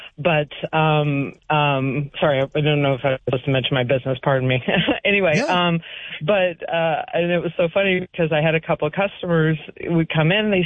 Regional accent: Texas, United States; now in Pembina, North Dakota, United States; I grew up in Texas and I grew up in a big city.

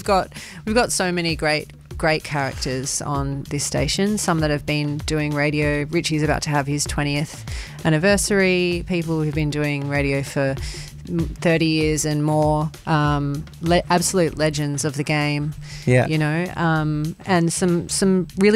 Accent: Perth, Western Australia, Australia; now in Melbourne, Australia; when I'm originally from Perth, I came to Melbourne, fell in love with PBS

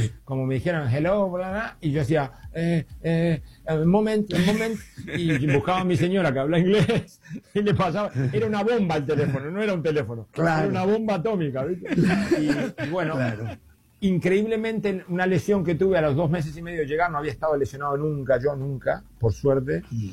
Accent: Uruguay; moved away as an adult; now in London, United Kingdom; En el 2004 terminé de jugar y me fui a Uruguay porque quería tener de vivir en mi país. Y después de un año y medio me volví a Londres. Uruguay es un poco lento para mi energía y mi forma de vivir.

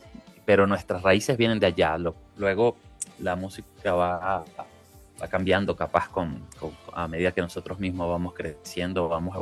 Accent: Caracas, Capital District, Venezuela; moved away as an adult; now in Bogotá, Colombia; En 2019 nos mudamos a Bogotá, estamos acá. Somos oriundos de Caracas, Venezuela. Nuestra madre es bogotana y por eso migramos acá a la ciudad.

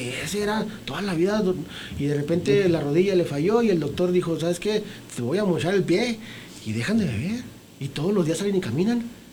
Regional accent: Ciudad Juárez, Chihuahua, Mexico; Yo soy de aquí de Ciudad Juárez.

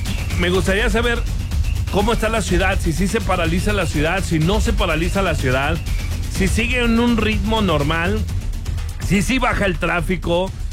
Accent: Mexico; como somos los mexicanos

